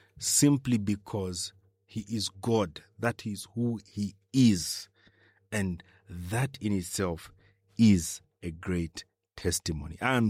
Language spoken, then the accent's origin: English; Zambia; I grew up in Kaloloshi and how I grew up in a Christian home. And I shared with you about my time at Impelembe Secondary School.